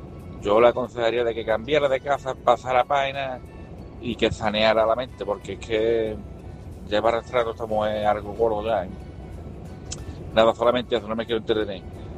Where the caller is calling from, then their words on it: San Fernando, Cádiz, Andalusia, Spain; corresponsal de Don Fernando Cádiz